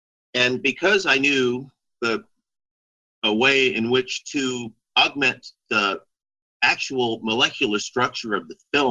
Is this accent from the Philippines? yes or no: yes; Central Luzon, Philippines; I was raised on Clark Air Force Base, which was a SAC CIA installation in the Philippines